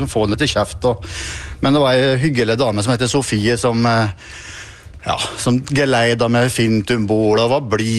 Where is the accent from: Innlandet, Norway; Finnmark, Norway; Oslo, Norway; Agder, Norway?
Innlandet, Norway; jeg er fra Gudbrandsdal